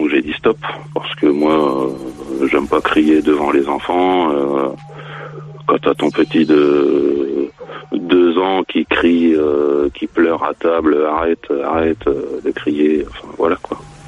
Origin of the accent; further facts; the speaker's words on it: Bondy, Île-de-France, France; moved away as an adult; now in Brittany, France; je me suis rendu compte que j'étais pas breton. je suis natif du 93, on a bondi.